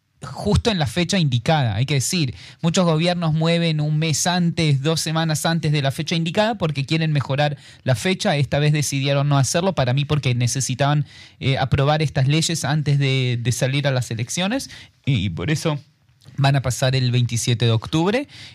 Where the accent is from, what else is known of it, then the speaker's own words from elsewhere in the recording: Israel; Yo no soy argentino al final del día. Claro. Yo soy israelí.